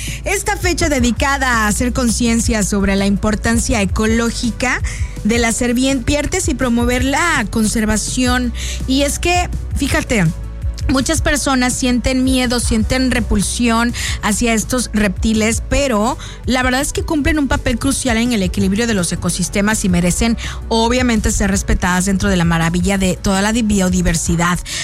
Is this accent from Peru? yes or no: no; Coatzacoalcos, Veracruz, Mexico; Antes, cuando estaba chiquita, yo vivía en Coatzacoalcos. Yo soy de Coatzacoalcos. Entonces, vivíamos en una colonia que estaba enfrente de la playa.